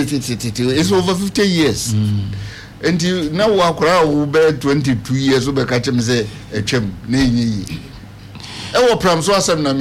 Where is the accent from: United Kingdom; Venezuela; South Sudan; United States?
South Sudan; and I'm from South Sudan.